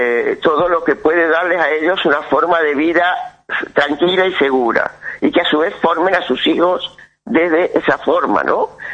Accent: Argentina; yo soy de Buenos Aires

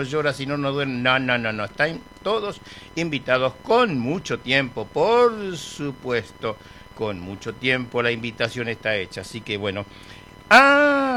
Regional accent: Buenos Aires, Argentina; yo me crié en Buenos Aires

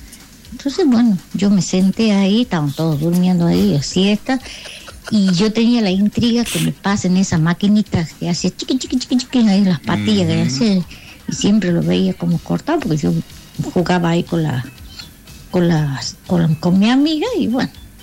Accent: Campo Santo, Salta, Argentina; en diagonal a mi casa, en Camposanto, había una peluquera y un peluquero.

